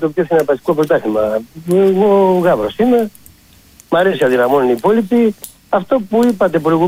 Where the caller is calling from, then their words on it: Kaminia, Greece; από τα Καμίνια.